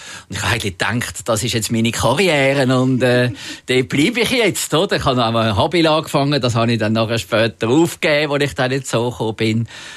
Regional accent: Zurich, Switzerland; Aber natürlich bin ich aufgewachsen in Zürich und der Zoo ist näher gewesen und ich bin sehr viel im Zoo gewesen.

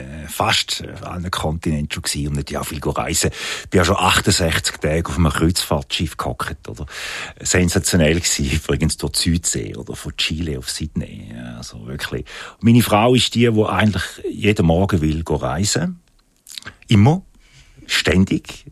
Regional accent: Appenzell Ausserrhoden, Switzerland; born there

